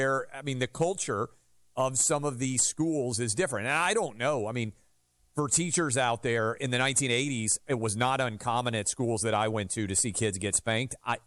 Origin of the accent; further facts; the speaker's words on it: New York City, New York, United States; This is where growing up in New York City